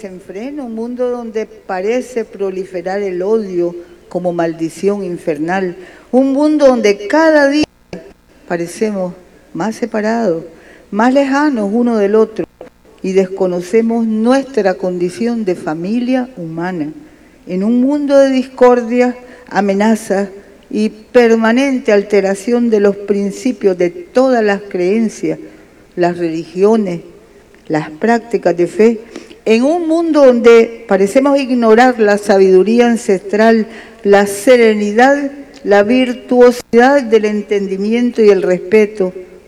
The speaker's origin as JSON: {"language": "Spanish", "country": "Nicaragua", "said": "como revolucionarios, como nicaragüenses patriotas, como sandinistas, como ciudadanos del planeta"}